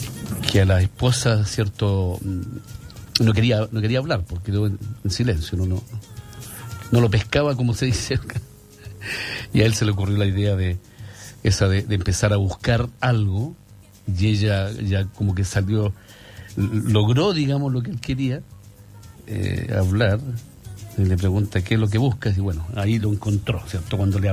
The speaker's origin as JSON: {"language": "Spanish", "country": "Chile", "said": "a nosotros como chilenos"}